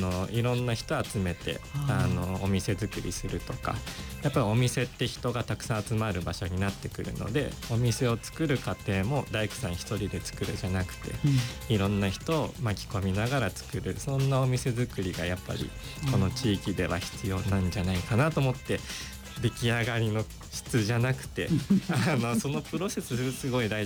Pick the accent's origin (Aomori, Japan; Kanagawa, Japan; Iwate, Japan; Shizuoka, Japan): Kanagawa, Japan; moved away as an adult; now in Daigo, Japan; 出身神奈川なんですけど、もともと 5,6 年前に大子町の方に移住してきて